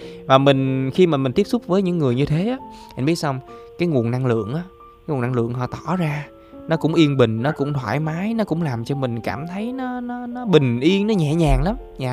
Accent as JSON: {"language": "Vietnamese", "town": "Sa Đéc", "region": "Đồng Tháp", "country": "Vietnam", "tie": "born or raised there", "said": "nói là ở quê, nhưng mà cũng ở quê em thì cũng ngay thành phố rồi, nếu như mà tính trước đó thì cũng ngay thành phố Sa Đéc đó"}